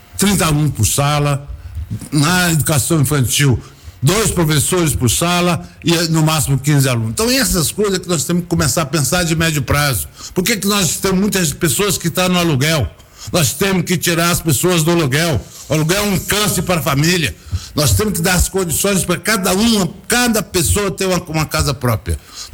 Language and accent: Portuguese; Buriti Alegre, Goiás, Brazil; mas eu sou goiano, de Buriti Alegre